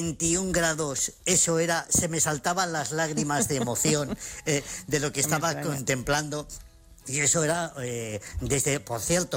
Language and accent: Spanish; Zamora, Castile and León, Spain; Y además, sí, como soy de Zamora y soy muy chulo